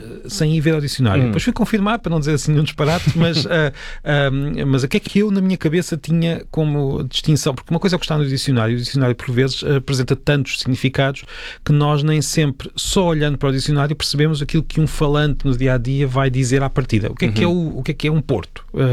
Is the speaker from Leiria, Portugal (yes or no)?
yes; Peniche, Leiria, Portugal; eu sou de Peniche, devia saber estas diferenças muito bem, não é?